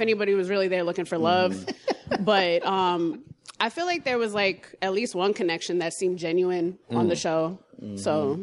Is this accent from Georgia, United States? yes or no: no; New York, United States; I'm from New York.